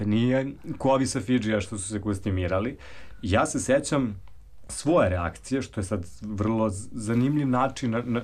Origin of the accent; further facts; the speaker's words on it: Serbia; Odakle ste, ja kad sam rekao Srbija, on je zastao